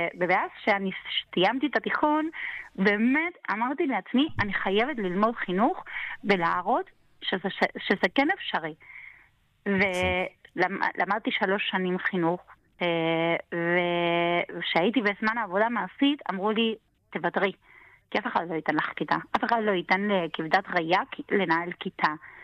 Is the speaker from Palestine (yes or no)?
no; Argentina; now in Israel; אני גדלתי כמו תרסם בטבע. אני גדלתי לפני 43 שנה בארגנטינה, להורים במעמד כלכלי מאוד נמוך.